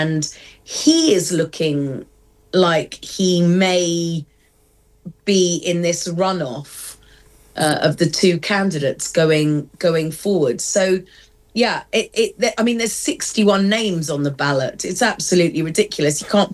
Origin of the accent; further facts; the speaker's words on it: United Kingdom; now in United States; As a Brit, like, I'm sorry, and also an American who gets to vote.